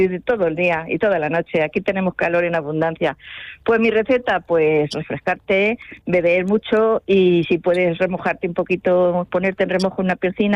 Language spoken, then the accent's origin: Spanish; Manzanares, Spain; ya no estoy en París, soy de España